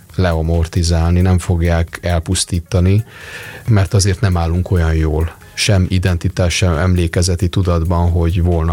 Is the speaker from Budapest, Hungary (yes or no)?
yes; Újpest, Budapest, Hungary; Én nem budapesti vagyok, újpesti, az egy peremkerület, de 15 éve kiköltöztünk falura.